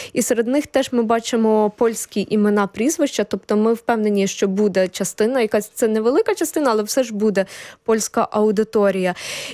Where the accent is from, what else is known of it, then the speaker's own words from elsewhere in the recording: Ternopil Oblast, Ukraine; moved away as an adult; also born or lived in Kyiv; now in Warsaw, Poland; Я сама із Тернопільської області родом, але я вже в Києві спочатку навчалась, потім працювала, і відповідно я вже там була.